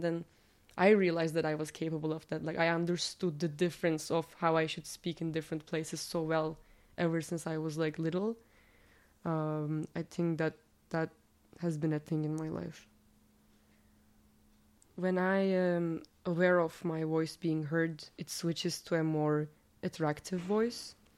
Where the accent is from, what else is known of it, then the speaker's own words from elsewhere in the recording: Bursa, Turkey; first language Turkish; English is a second language; I am from Bursa, Turkey.